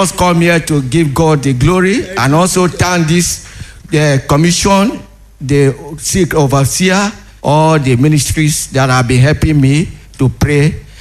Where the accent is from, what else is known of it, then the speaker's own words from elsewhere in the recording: Cross River, Nigeria; I'm from Cross River State.